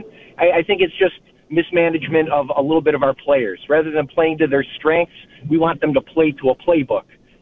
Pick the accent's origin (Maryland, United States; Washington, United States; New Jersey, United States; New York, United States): New York, United States; Buffalo; I'm originally from South Buffalo.